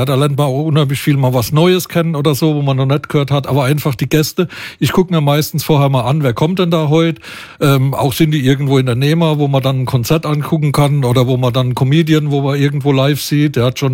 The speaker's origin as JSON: {"language": "German", "town": "Frankenthal", "region": "Rhineland-Palatinate", "country": "Germany", "tie": "born there", "lives_now": "Bergisch Gladbach, Germany", "said": "weil ich wohne ja geboren in Frankenthal, aber wohne jetzt in Bergisch Gladbach."}